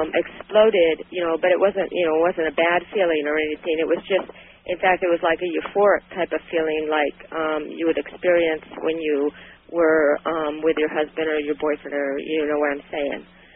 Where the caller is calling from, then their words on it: Sacramento, California, United States; I'm from Sacramento.